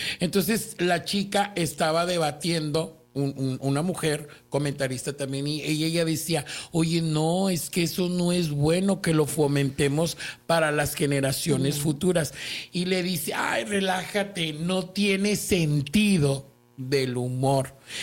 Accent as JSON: {"language": "Spanish", "country": "Mexico", "said": "voy a jugar en un estadio que ya sé que la mayoría va a ser mexicano, y yo soy mexicano."}